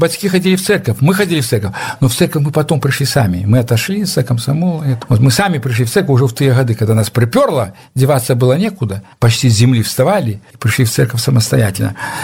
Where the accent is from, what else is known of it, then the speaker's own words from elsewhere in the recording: Belarus; Я узнал, что я белорус, в 89-м, в 90-м годе